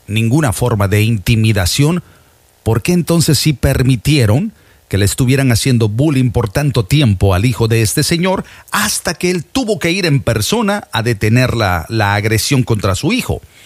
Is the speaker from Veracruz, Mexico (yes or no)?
yes; Veracruz, Mexico; yo soy de Veracruz